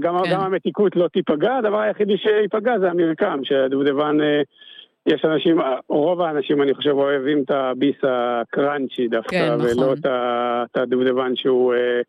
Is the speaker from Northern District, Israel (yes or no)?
yes; El Rom, Northern District, Israel; אני מקיבוץ אל רום, צפון רמת הגולן. כן, בצפון הרחוק.